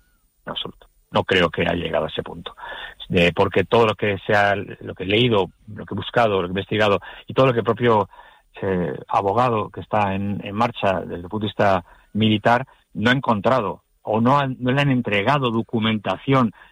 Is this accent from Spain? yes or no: yes; Canary Islands, Spain; yo también soy canario, también lo soy.